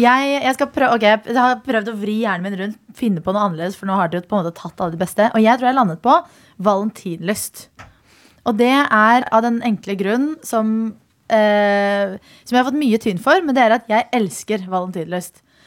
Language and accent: Norwegian; Oslo, Norway; Men det gir meg på en måte, jeg er jo fra Oslo.